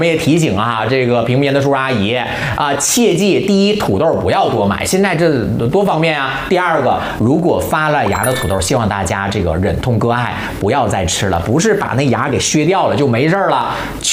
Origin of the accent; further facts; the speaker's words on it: Northeast China, China; 对于我一个土生土长的东北的，你看这个标签哈，嗯，土生土长的东北的农村的小孩儿，